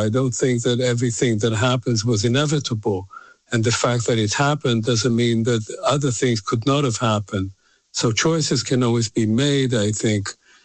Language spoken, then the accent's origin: English; Tel Aviv, Tel Aviv District, Israel; moved away as an adult; also born or lived in Oxford, United Kingdom; now in United States; I was born in Israel in the mid-1950s. I was born in a kibbutz. I was raised in Tel Aviv. I, you know, went to school in Israel.